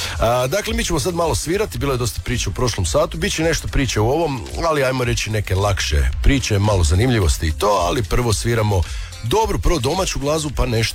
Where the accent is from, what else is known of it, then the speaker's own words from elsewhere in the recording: Croatia; tako biva i kod nas u Hrvatskoj